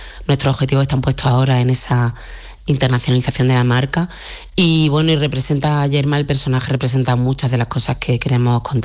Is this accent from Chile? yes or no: no; Granada, Andalusia, Spain; moved away as an adult; yo como granadina y como andaluza, y sabes que he vivido muchos años en el extranjero, casi 10 fuera